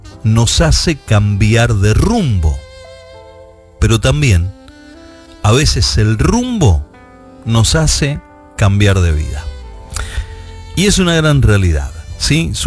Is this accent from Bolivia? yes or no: no; Argentina; en mi país prácticamente siempre se vivieron tiempos difíciles, ¿no? Porque iba a decir, el tiempo en aquel entonces era difícil. En realidad, en Argentina todos los tiempos son difíciles. Lamentablemente le ha tocado a mis queridos compatriotas lidiar con cada situación